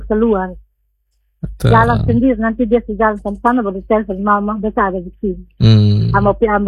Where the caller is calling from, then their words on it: East Nusa Tenggara, Indonesia; Kebanyakan kita orang NTT itu ada di orang tuh kampung.